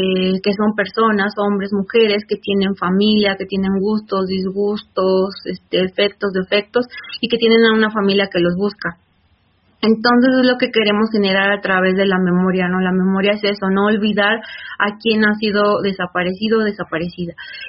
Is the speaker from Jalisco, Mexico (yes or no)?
no; Ecatepec, State of Mexico, Mexico; Originarios de aquí del Estado de México, soy de aquí de Catepec, Estado de México.